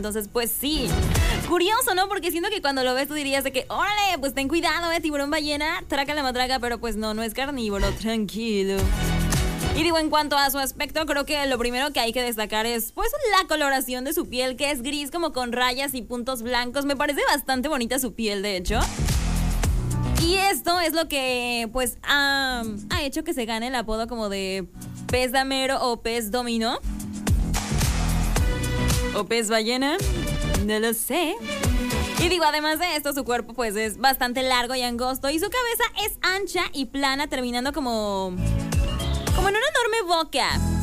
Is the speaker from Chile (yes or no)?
no; Mexico; No, es que como buenos mexicanos